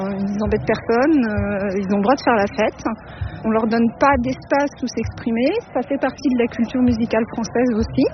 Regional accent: Île-de-France, France; je viens du Val-de-Marne

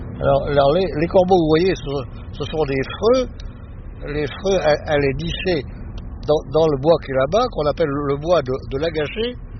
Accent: Paris, Île-de-France, France; born there; Mais non, je vous dis, je suis né à Paris, rue Carrière-Lemoine.

